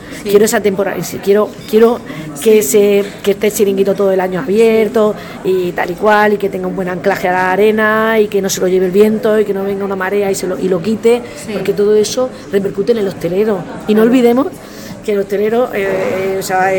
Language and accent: Spanish; Cartagena, Region of Murcia, Spain; Señores, se vende ese turismo exagerado, que vamos los cartageneros a esas zonas.